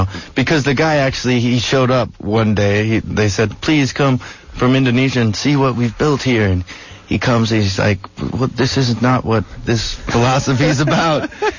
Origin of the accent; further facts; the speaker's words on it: Virginia, United States; born there; I was born in Virginia on this commune called Skymont.